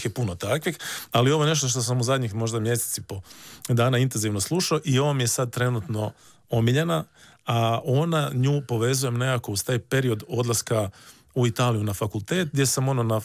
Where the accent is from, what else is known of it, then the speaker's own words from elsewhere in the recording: Sisak, Sisak-Moslavina County, Croatia; ja sam odrastao na Zibelu, koji je onako vrlo prekrasan dio Siska